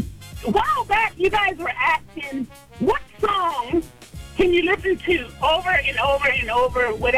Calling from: New York City, New York, United States; I'm from the city. I'm from Brooklyn.

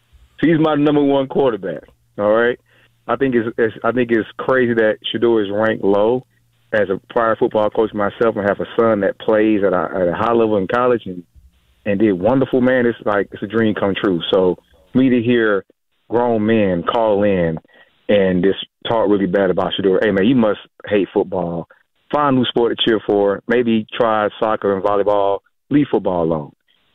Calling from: Georgia, United States; I'm from Georgia

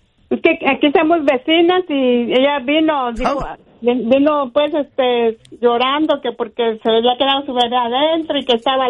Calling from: Oregon, United States; De Menembio, Oregon

